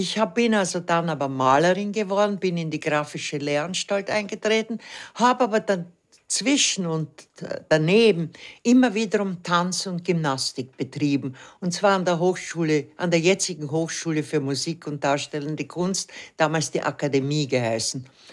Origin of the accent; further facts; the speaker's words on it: Vienna, Austria; also born or lived in Budapest; sodass wir dann ständig in Wien gelebt haben. Und auch jetzt lebe ich noch in Wien.